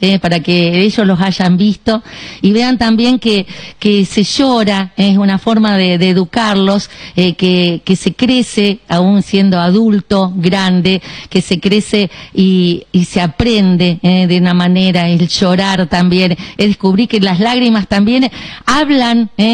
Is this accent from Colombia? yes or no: no; Argentina; estamos eternamente agradecidos como argentinos